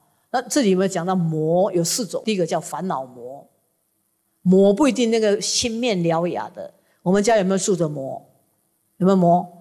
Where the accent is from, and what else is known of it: Taiwan